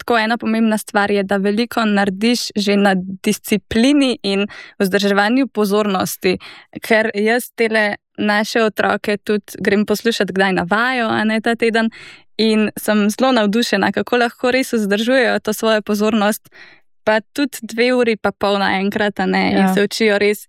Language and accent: Slovenian; Begunje pri Cerknici, Littoral–Inner Carniola, Slovenia; prihajam iz Begum pri Cerkanci